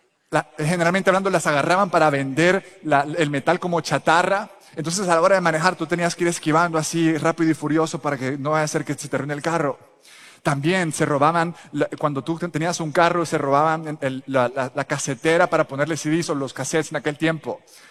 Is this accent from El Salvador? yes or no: yes; El Salvador; now in United States; cuando yo crecí en El Salvador